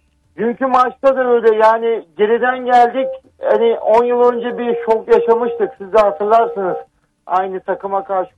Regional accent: Trabzon, Turkey; Trabzonluyum, Trabzonspor taraftarıyım.

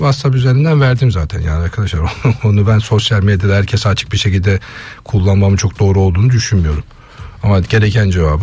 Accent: Black Sea Region, Turkey; Yani çok fazla tam bazen sinirlendiğimiz tabii ki bir Karadenizliyiz.

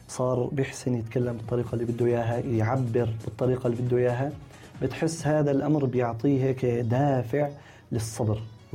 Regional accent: Syria; والله بالوقت الحالي لا، بسبب أنه نحن كمجتمع سوري، كمجتمع عربي بشكل عام، كمجتمع سوري بشكل خاص، عندنا ترابط اجتماعي وثيق يعني.

